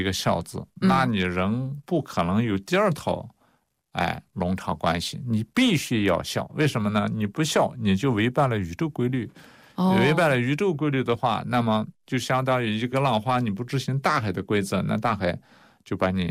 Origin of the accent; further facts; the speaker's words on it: China; 我们中国人